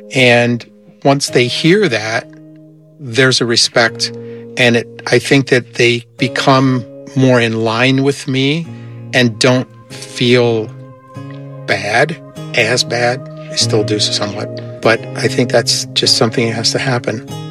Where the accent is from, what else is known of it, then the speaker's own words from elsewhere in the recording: Wisconsin, United States; I tell my students, hey, I'm just like you. I was raised in Wisconsin.